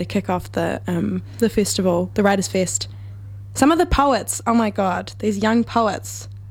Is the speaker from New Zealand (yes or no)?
yes; Porirua, Wellington, New Zealand; I'm from Ponikē, so not the Hutt Valley